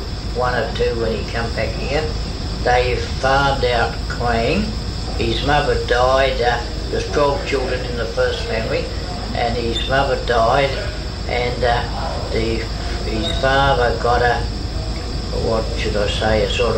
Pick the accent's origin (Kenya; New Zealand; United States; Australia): Australia; New South Wales; down to 30 William Street, where I stayed the rest of my life. I've never got out of William Street. I was born in Killarney Private Hospital, and that's 20 William Street.